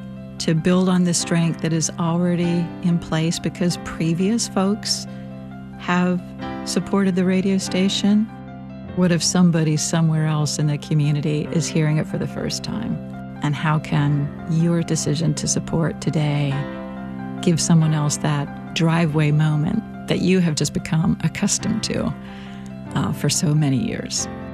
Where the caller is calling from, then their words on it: Winston-Salem, North Carolina, United States; from Winston-Salem.